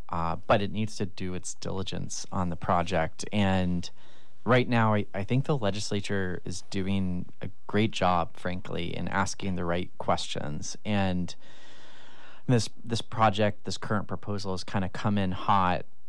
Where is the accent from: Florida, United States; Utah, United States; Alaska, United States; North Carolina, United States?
Alaska, United States; Sitka; I grew up in Sitka. I'm a proud product of Sitka schools.